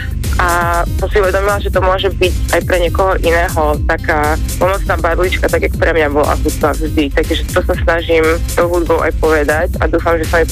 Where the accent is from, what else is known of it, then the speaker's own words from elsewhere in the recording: Košice, Košice Region, Slovakia; moved away as an adult; now in Prague, Czech Republic; Ja som pôvodne z Košíc, takže moja cesta začala tam.